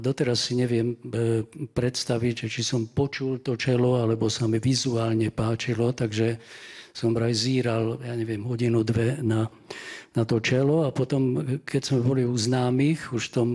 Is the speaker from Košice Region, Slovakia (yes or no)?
yes; Košice, Košice Region, Slovakia; Vyrastal som v Košiciach